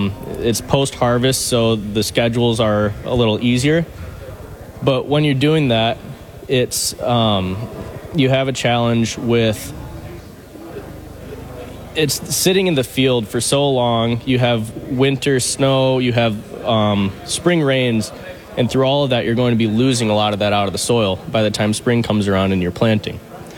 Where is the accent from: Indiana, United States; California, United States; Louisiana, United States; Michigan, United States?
Michigan, United States; Grand Rapids; I'm from Grand Rapids, Michigan.